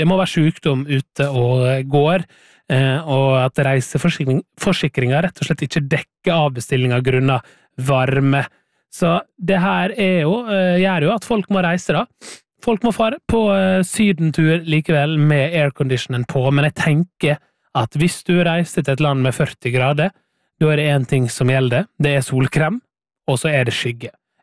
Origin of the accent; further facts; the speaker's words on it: Møre og Romsdal, Norway; moved away; Jeg vet jo for eksempel at min familie, mine foreldre hjemme på Sunnmøre ganske irritert over at de sender snaps fra hovedstaden med sol og 28 grader når de selv opplever regn.